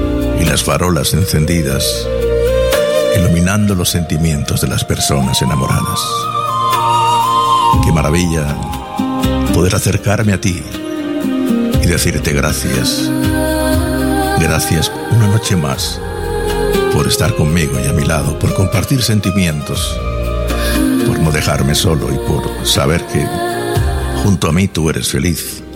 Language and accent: Spanish; Granada, Andalusia, Spain; accent: granadino; los primeros dientes de leche me salieron en Granada, ¿eh? Granada.